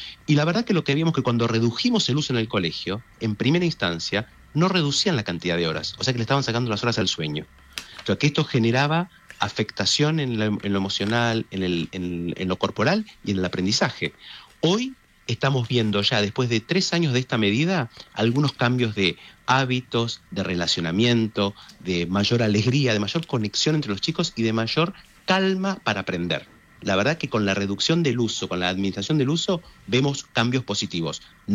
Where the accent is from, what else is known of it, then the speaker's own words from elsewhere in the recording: Argentina; votación internacional, o sea, el que quiera porque somos argentinos, o porque conozca el colegio